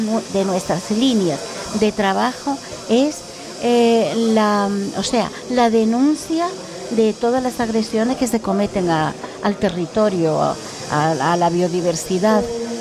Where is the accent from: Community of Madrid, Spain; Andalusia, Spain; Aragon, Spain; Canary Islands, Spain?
Canary Islands, Spain; Yo soy de Tirajana.